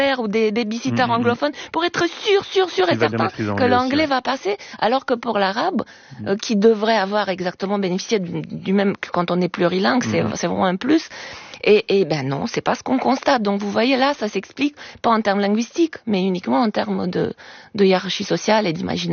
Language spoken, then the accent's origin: French; Romania; French is a second language; now in France; ça fait 30 ans que je suis en France, et donc mon accent n'est pas roumain.